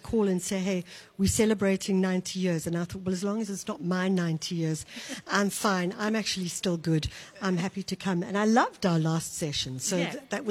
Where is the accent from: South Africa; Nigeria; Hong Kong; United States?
South Africa